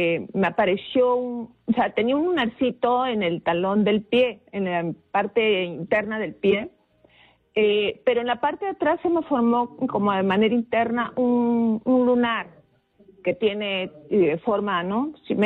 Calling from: Lima, Peru; Buenos días … como dijeron, pero me llamo desde San Juan de Miraflores.

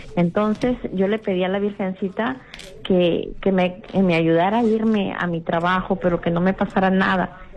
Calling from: Piura, Peru; De Piura, sí

